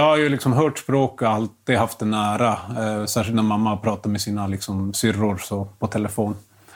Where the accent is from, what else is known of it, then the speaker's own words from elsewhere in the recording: Norrbotten County, Sweden; jag växte upp i Malmfälten och då var det som att meänkieli var ju ett låtsaspråk och ansågs inte tillräckligt fint.